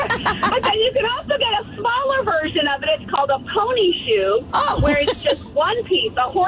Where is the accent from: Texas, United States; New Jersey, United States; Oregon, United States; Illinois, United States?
Illinois, United States; Springfield; I grew up in Springfield.